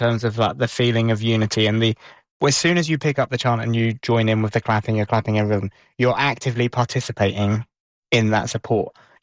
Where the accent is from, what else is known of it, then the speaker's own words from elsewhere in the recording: England, United Kingdom; I was watching these games as an Englishman in Spain surrounded by Scottish people.